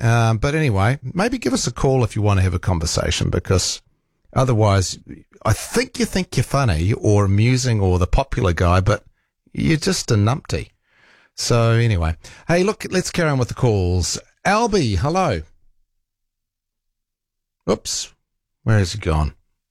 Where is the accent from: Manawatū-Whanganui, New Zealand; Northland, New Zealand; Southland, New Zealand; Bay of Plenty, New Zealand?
Bay of Plenty, New Zealand; Rotorua; now in Auckland, New Zealand; when I grew up in Rotorua, we used to regularly have -5 degree frosts.